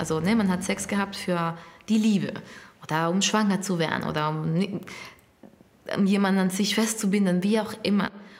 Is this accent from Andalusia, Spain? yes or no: no; Madrid, Community of Madrid, Spain; German is a second language; moved away as an adult; now in Berlin, Germany; Ich bin in Madrid geboren und aufgewachsen.